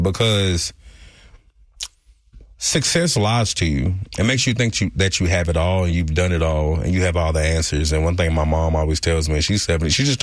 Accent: Dallas, Texas, United States; moved away as an adult; now in Houston, United States; I am from Dallas, Texas. I'm from Oak Cliff.

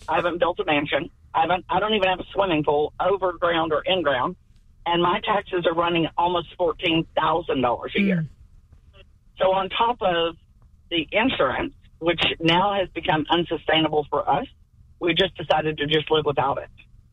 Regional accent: College Station, Texas, United States; now in Houston, United States; Hey, I'm from College Station. I'm always from College Station, but I do live with y'all now.

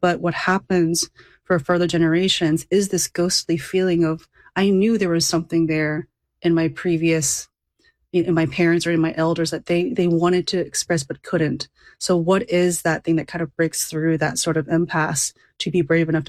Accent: Sugar Land, Texas, United States; born or raised there; now in New York, United States

